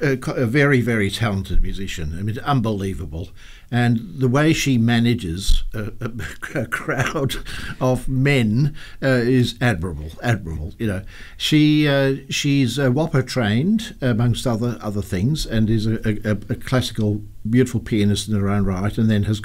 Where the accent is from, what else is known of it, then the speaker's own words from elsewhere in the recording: Wales, United Kingdom; now in Perth, Australia; because I'm from North Wales